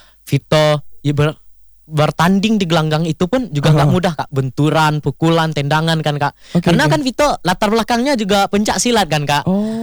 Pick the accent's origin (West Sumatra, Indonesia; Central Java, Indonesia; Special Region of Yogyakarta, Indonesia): West Sumatra, Indonesia; Oke kak, yang kita kan dari Sumatera Barat dulu nih kak.